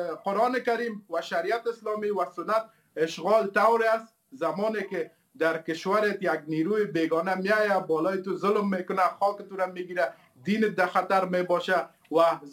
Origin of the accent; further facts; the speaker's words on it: Badakhshan, Afghanistan; ما هستم و در افغانستان هستم، افغان هستم، از بدخشان هستم، عضو امارت اسلامی هستم.